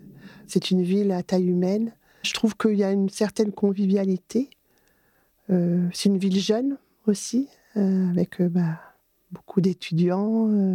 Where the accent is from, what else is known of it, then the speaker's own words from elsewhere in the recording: Caen, Normandy, France; moved away as an adult; now in Ecquevilly? near Caen, France; je suis née à Caen, je suis aide à domicile. J'interviens au niveau des domiciles de personnes qui sont en difficulté. J'ai quitté Caen il y a quelques années, mais je reviens régulièrement.